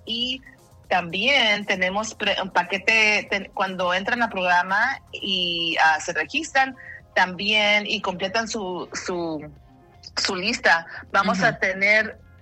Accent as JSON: {"language": "Spanish", "country": "Mexico", "said": "a mí como mexicana"}